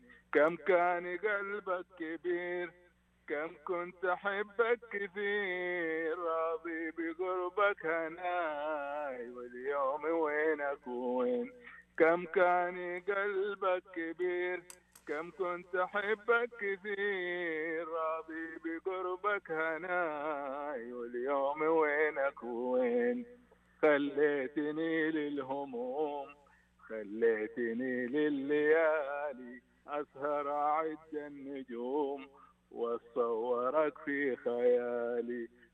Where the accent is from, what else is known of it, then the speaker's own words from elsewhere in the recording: Mecca, Makkah Province, Saudi Arabia; أنا ولد مكة